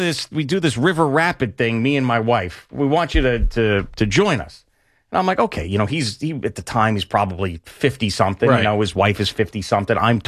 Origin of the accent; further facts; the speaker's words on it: New York, United States; he's mad that I'm here from New York and he's trying to kill me?